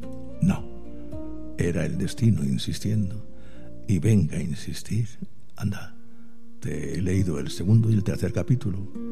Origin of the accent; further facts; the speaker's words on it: Murcia, Region of Murcia, Spain; born there; Yo nací en Murcia, aunque nací en Murcia capital